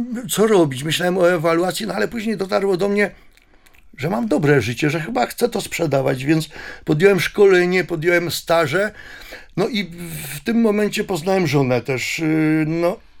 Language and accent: Polish; Lesser Poland, Poland; Ja pochodzę z takiej małej wioski na Podhalu w okolicach Nowego Targu. I co? I tam sobie żyłem do pewnego momentu w swoim życiu.